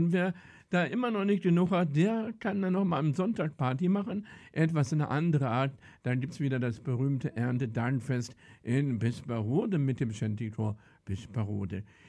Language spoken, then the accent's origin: German; Hamelin, Lower Saxony, Germany; Ich komme hier aus Hameln, aus der wunderschönen Rattenfängerstadt.